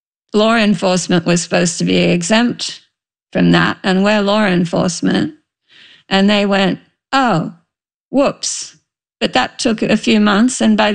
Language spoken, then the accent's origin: English; Sydney, New South Wales, Australia; moved away; For me, it was a kind of a golden age, really, because my hometown paper, the Sydney Morning Herald, recruited a class of cadet reporters every year.